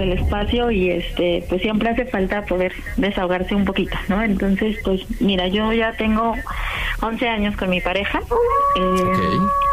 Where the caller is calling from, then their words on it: Mexico City, Mexico; Soy de la Ciudad de México, te llamo de aquí de la Alcaldía Benito Juárez y tengo 42 años.